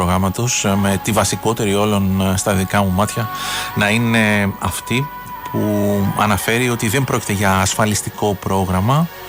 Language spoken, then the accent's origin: Greek; Greece; σε μια χώρα όπως η Ελλάδα, στην οποία είμαστε ως Έλληνες